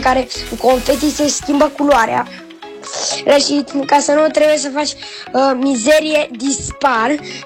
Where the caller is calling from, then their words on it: Bucharest, Romania; din București și am 9 ani.